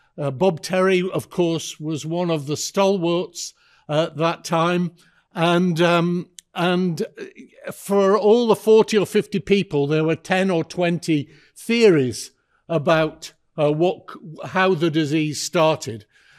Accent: England, United Kingdom; but as an Englishman, I certainly did not understand the US funding system.

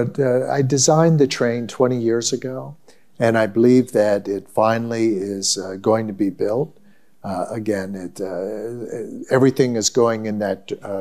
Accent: Pennsylvania, United States; I grew up in Pennsylvania, as Catherine mentioned.

